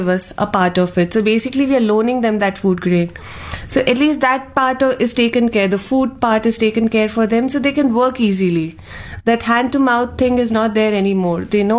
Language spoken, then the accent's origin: English; Ahmedabad, Gujarat, India; Actually, I'm from Ahmedabad